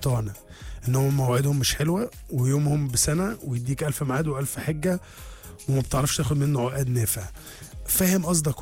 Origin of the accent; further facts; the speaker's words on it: Alexandria, Alexandria Governorate, Egypt; انا من اسكندريه ودايما صورتنا ان احنا دايما بنتكلم بطريقه معينه